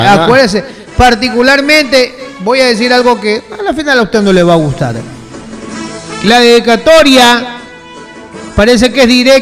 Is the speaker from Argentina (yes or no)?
no; Ecuador; que somos los ecuatorianos